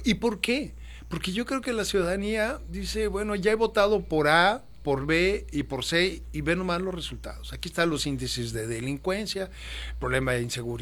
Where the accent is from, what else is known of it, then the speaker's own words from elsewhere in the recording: Sonora, Mexico; moved away; yo regreso a mi tierra